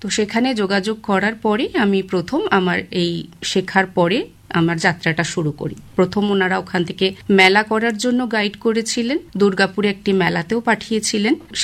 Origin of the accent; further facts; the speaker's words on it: Howrah, West Bengal, India; আমার বাবা চাকরি করতেন ন্যাশনাল জুট মিলে, যেটা হাওড়া বাণীপুরে আছে। আমি মিলের কোয়ার্টারে থাকতাম, যেহেতু একদম ছোট থেকেই কোয়ার্টারের মধ্যে থাকার ফলে মিলের ভিতরটা আমি খুব ভালো করে দেখেছি। ওখানেই আমার বেড়ে ওঠা।